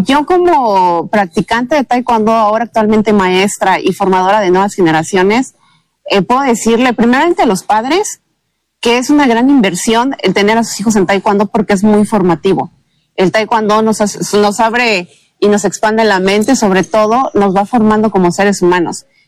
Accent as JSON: {"language": "Spanish", "town": "San Cristóbal de las Casas", "region": "Chiapas", "country": "Mexico", "tie": "born or raised there", "said": "mi ciudad natal, que es San Cristóbal."}